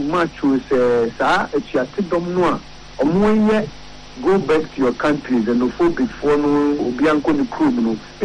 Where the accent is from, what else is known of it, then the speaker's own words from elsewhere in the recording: Ghana; I personally as a Ghanaian, I am not happy with the things that are happening.